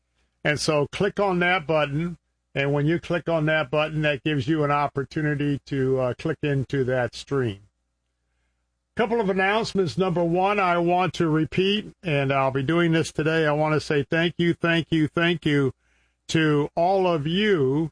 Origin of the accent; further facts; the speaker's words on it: Tampa, Florida, United States; broadcasting from my hometown of Tampa, Florida.